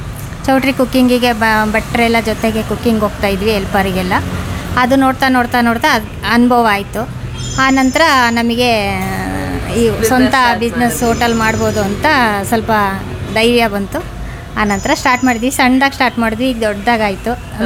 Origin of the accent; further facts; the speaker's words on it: Saulanga, Karnataka, India; also born or lived in Navule; now in Shivamogga, India; ನಮ್ದು ತವ್ರ ಮನೆ ಬಂದ್ಬಿಟ್ಟು ಸೌಳಂಗ, ಆಮೇಲೆ ಗಂಡನ ಮನೆ ಬಂದ್ಬಿಟ್ಟು ಶಿವಮೊಗ್ಗ.